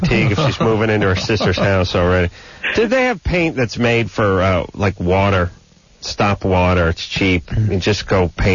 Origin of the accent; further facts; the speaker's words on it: California, United States; I come from the West Coast. I don't deal with basements. I never dealt with basements. We don't have any out here.